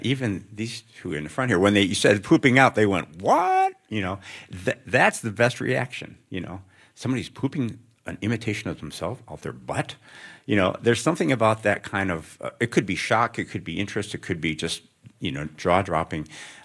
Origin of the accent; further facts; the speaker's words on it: Chicago, Illinois, United States; The bigger answer is I grew up in Chicago on the South Side. And in the late 60s and 70s.